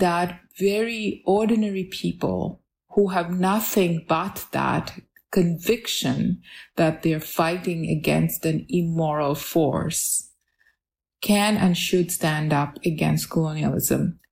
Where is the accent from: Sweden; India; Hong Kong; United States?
India; West Bengal; I grew up in Bengal.